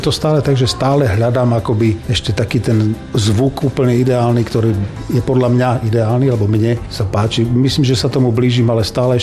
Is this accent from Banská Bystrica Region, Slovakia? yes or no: no; Dolný Kubín, Žilina Region, Slovakia; also born or lived in Ružomberok; narodil som sa v Ružomberku, ale vyrastal v Dolnom Kubíne, lebo v Kubíne nebola pôrodnica, takže skôr to bolo tak, ale s Ružomberkom mám tiež veľké vzťahy, lebo tam žila dosť veľa mojej rodiny